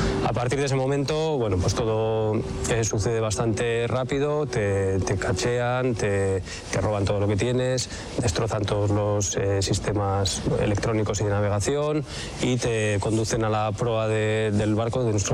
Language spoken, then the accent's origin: Spanish; Vitoria-Gasteiz, Basque Country, Spain; soy artista visual y profesor universitario, soy de Vitoria-Gasteiz